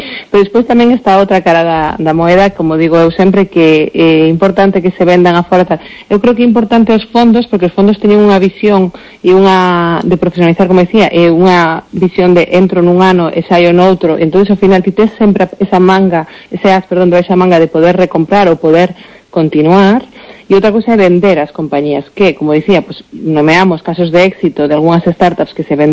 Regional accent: Galicia, Spain

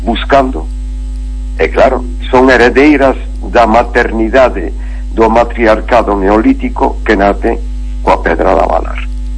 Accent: Galicia, Spain; a miña trayectoria profesional espero que acabe aquí na miña terra, non? Tiña ganas de volver para a miña terra

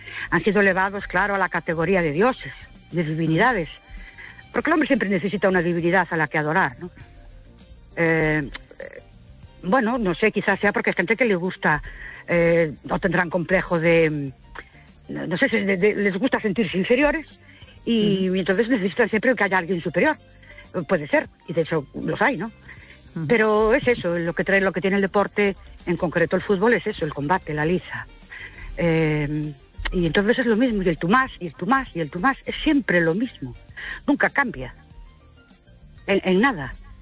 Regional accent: Ourense, Galicia, Spain; Buenas noches … de Ourense.

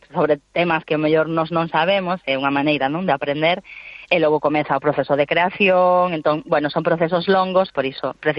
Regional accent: Galicia, Spain; a ver, nós tamén somos creadoras galegas, co cal sempre a nosa visión o facemos dende a nosa idiosincrasia

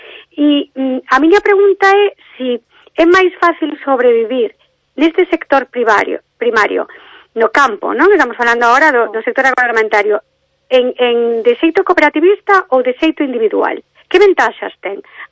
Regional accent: Negreira, Galicia, Spain; also born or lived in Santiago de Compostela; Porque son, orixen é de Negreira, somos de Santiago

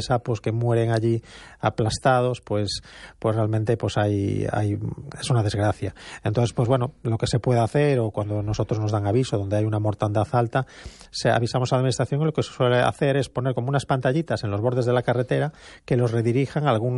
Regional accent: A Coruña, Galicia, Spain; Yo recuerdo de pequeño que yo nací en Monte Alto, jugaba con mis hermanos en la zona de la Torre de Hércules

